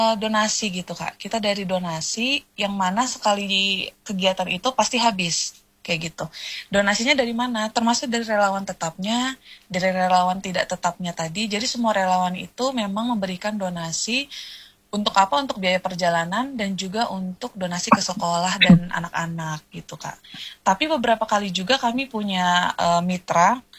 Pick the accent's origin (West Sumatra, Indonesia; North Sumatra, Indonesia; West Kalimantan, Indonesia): North Sumatra, Indonesia; moved away as an adult; Iya, aku dari Sumut, tapi memang penempatan di Kaltim itu sejak 2021 kesini Kak.